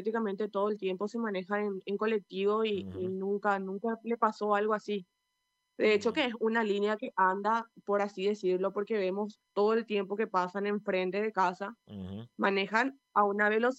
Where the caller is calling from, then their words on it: Fernando de la Mora, Central, Paraguay; Somos de Fernando